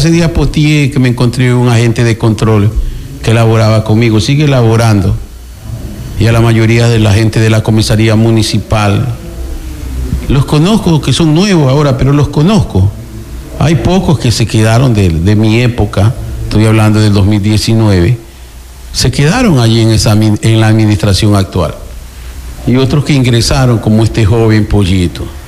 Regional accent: Santa Elena, Ecuador; soy de Santa Elena y conozco la situación.

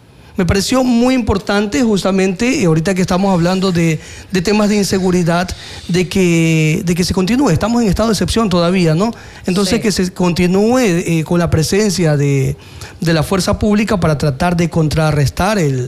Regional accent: San Carlos, Los Ríos, Ecuador

